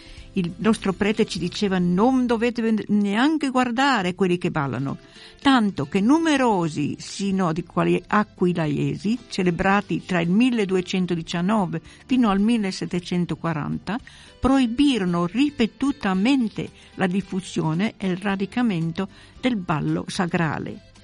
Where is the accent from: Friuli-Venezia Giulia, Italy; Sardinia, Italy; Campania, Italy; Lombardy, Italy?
Friuli-Venezia Giulia, Italy; durante la mia infanzia in Friuli